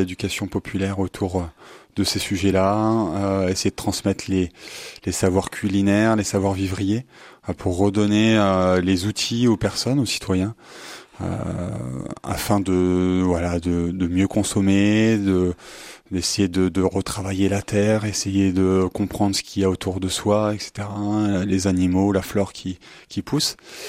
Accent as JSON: {"language": "French", "region": "Bourgogne-Franche-Comté", "country": "France", "said": "je viens d'un petit village au fond de la campagne nivernaise. J'ai 33 ans."}